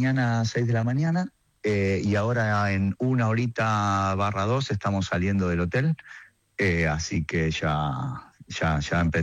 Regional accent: Argentina; nosotros la verdad que estamos acostumbrados como argentinos en todo a arreglarnos con lo que hay, ¿viste?

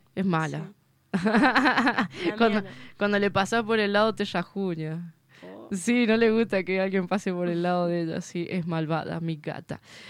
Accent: San Luis, Argentina; los puntanos tenemos eso de que no modulamos mucho, sí, para hablar. No, los puntanos hablamos muy con la boca cerrada, sí.

